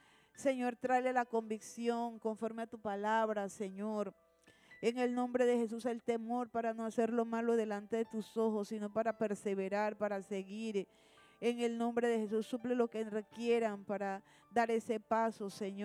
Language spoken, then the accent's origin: Spanish; Panama; Somos panameños